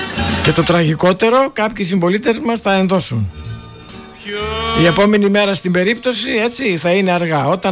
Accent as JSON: {"language": "Greek", "country": "Greece", "said": "ως Έλληνες"}